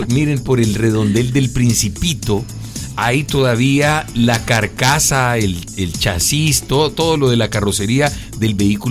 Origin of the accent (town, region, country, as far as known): El Salvador